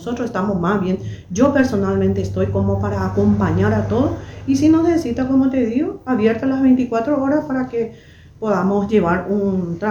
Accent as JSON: {"language": "Spanish", "region": "Guairá", "country": "Paraguay", "also_born_or_lived": "Asunción", "said": "yo soy guaireña y en el 2020 era que volví de Asunción y estoy prestando de vuelta servicios acá."}